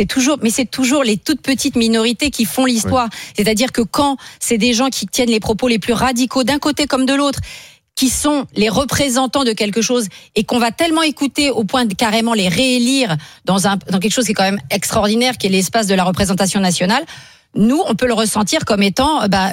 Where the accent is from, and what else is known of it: France